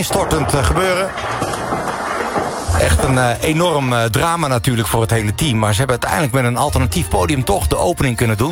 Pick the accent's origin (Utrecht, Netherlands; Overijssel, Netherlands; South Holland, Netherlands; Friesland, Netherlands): Utrecht, Netherlands; Veenendaal; Ik kom zelf uit Veenendaal van origine. En dit is echt mijn omgeving.